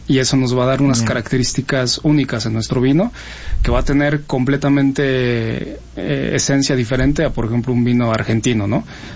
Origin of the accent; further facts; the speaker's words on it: Mexico; No, es que somos mexicanos y él está en su momento de que tiene que explicar, ¿no?